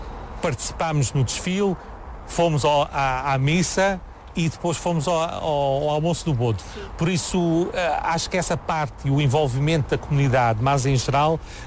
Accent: Angra do Heroísmo, Azores, Portugal; Para ser sincero, sou mais apegada a qualquer sítio de Portugal do que a minha terra natal. Gosto muito de ir à Terceira, porque ainda tem família lá.

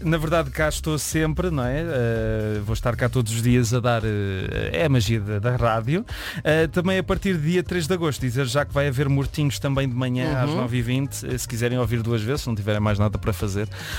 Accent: Porto, Portugal; born there; no centro comercial de Sedofeita, no Porto, Sedofeita onde eu nasci, pelo menos é quando está na minha cédula de nascimento.

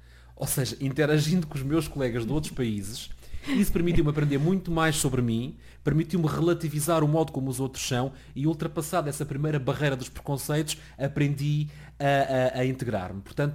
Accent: Portugal; moved away as an adult; now in Brussels, Belgium

